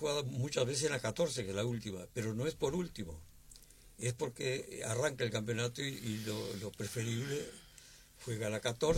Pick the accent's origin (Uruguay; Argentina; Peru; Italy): Uruguay; Montevideo; Yo fui criado en Joaquín Suárez, casi presidente de Viera, hasta que me casé. Y después me casé y viví a la vuelta. Y después viví enfrente a la casa de mis padres, así por Joaquín Suárez.